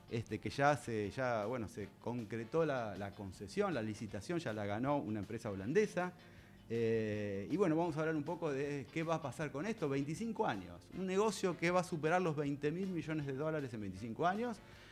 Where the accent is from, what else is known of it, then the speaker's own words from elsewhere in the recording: Argentina; soy argentino tan patriota como muchos otros.